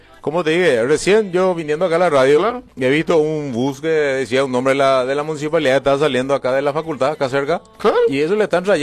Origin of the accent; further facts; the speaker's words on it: Carapeguá, Paraguarí, Paraguay; nosotros somos los carapegueños, somos los de Cuapoilón